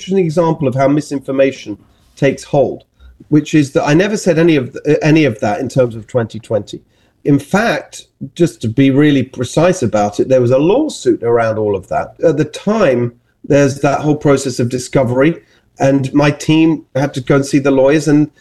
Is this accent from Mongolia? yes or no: no; England, United Kingdom; born there; I was born in England. My parents are Hungarian. My stepfather's Hungarian.